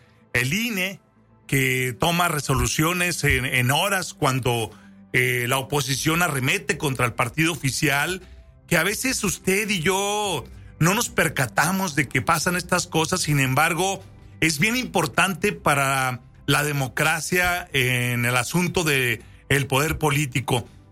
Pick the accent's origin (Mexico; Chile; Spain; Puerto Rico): Mexico; es necesario que todos como mexicanos entendamos cómo están pasando todas estas cosas